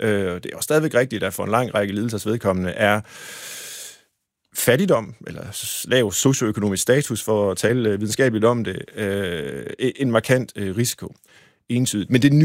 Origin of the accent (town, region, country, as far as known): Tjørring, Central Denmark Region, Denmark; born or raised there